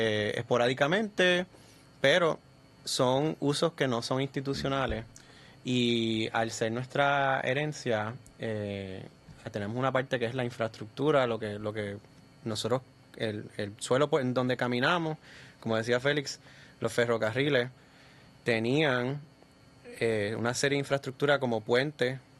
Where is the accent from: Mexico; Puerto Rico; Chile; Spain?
Puerto Rico; Vega Alta; yo me crié en Vega Alta, cerca de la playa, Cerro Gordo.